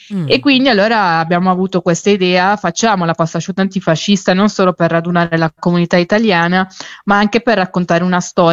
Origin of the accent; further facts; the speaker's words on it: Malnate, Lombardy, Italy; ma poi nel senso a me fa ridere, perché pure io sono di Varese, io sono di Malnate, cioè quindi penso veramente che uno va dall'altra parte del mondo e si trova uno che viene dalla tua stessa provincia.